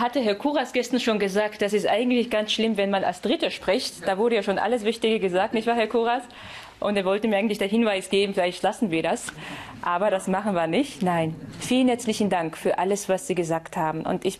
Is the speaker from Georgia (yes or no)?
yes; Georgia; now in Dessau, Germany; Und nun stehe ich hier als Georgierin und ich sage, ich bin eine Dessauerin mit georgischen Wurzeln, also eine Europäerin.